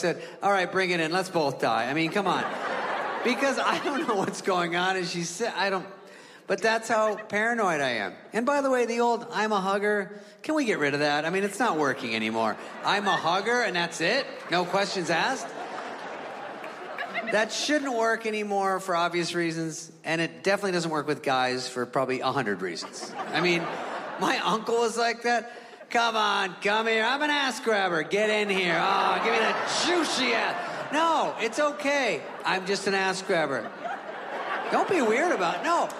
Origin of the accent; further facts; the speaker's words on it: California, United States; I'm from California.